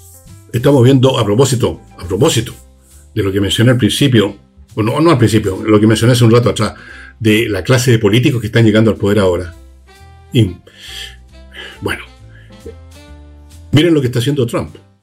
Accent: Chile; Todos somos la gente de Chile.

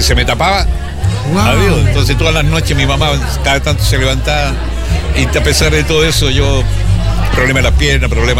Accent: Valparaíso, Chile; born there; now in Villa Alemana, Chile; Yo nací acá en Valparaíso, ¿no?

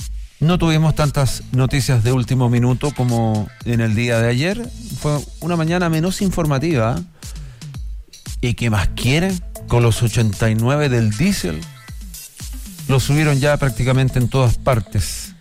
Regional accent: Chile; Somos chilenos todos

